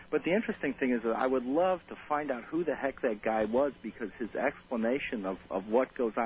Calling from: Houston, Texas, United States; I listen on KTRH 740 in Houston.

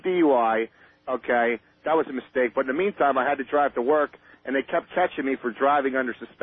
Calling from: Valley Forge, Pennsylvania, United States; from Valley Forge, Pennsylvania.

